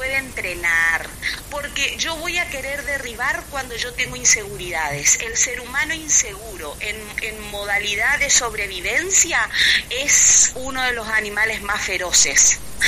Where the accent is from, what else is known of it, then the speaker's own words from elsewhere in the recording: Posadas, Misiones, Argentina; nosotros somos de Posadas